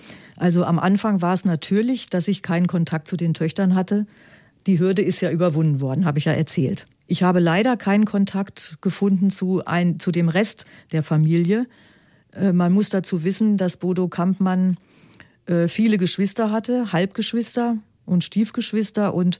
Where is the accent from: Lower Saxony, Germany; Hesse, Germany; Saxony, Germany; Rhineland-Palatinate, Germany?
Rhineland-Palatinate, Germany; Pirmasens; meine Jugend erinnert in Pirmasens. Ich bin ja in der Pfalz aufgewachsen.